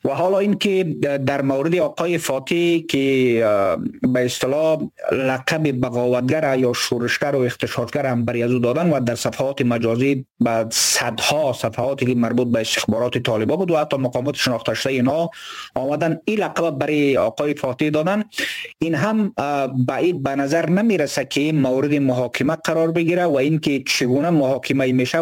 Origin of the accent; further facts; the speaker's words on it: Badakhshan, Afghanistan; از بدخشان هستیم